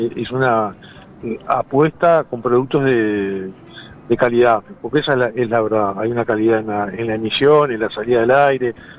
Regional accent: Canelones, Uruguay; todos somos de Canelones. La idea es que Canelones aparezca una vez más en la pantalla pública del país.

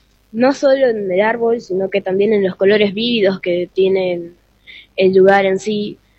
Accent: Paso de los Toros, Tacuarembó, Uruguay; soy de Paso de los Toros.

